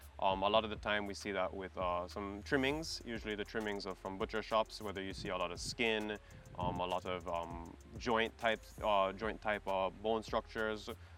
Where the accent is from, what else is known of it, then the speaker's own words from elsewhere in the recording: Jamaica; As Jamaican pet owners, we kind of have fallen into some bad habits that are kind of culturally accepted.